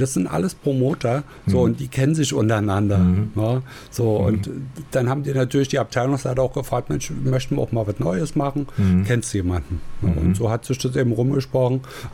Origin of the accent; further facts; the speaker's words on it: Zwickau, Saxony, Germany; Ja, ja, wir hatten eine Tanzschule bei uns in Zwickau und da gab es ein großes Kulturhaus.